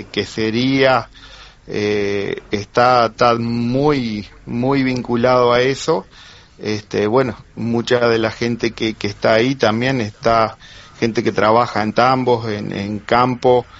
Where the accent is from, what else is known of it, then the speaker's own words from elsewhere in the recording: Barker, Colonia, Uruguay; zona de Barker es muy grande, porque abarca también la parte de campo. Yo, por ejemplo, no vivo ahí mismo, estoy a 4 kilómetros, pero soy de Barker